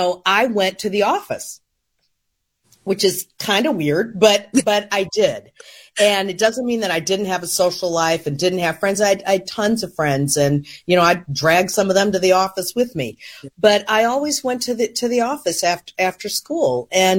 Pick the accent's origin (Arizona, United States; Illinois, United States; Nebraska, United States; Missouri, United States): Illinois, United States; Chicago; I grew up in Hyde Park until I was nine.